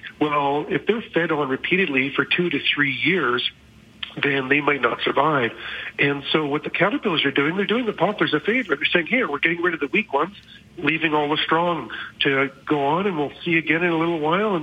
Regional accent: Edmonton, Alberta, Canada; When I was a little kid growing up in Edmonton

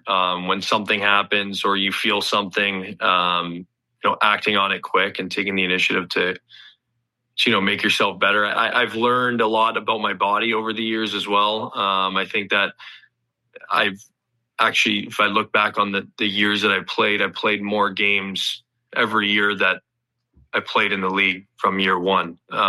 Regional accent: Toronto, Ontario, Canada; moved away; being Canadian

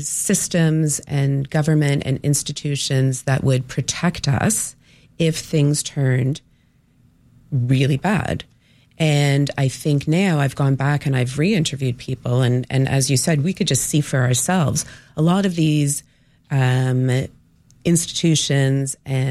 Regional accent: Canada; I'm Canadian. I'll criticize the Canadian government all day long.

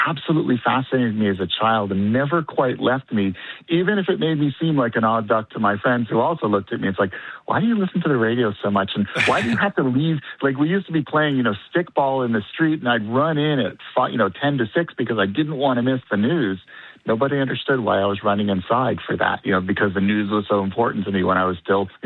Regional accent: Laval, Quebec, Canada; moved away; also born or lived in Montreal; So I was born in Montreal and grew up just north of Montreal, one of the suburbs. It's called Chomedey. It's part of the city of Laval. It's just over the river from Montreal.

